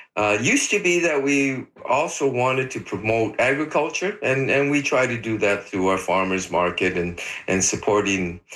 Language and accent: English; Richmond, British Columbia, Canada; My entire life is kind of boring. I grew up in Richmond. Went to UBC, came back and became a teacher and a school administrator, and now I'm a community volunteer.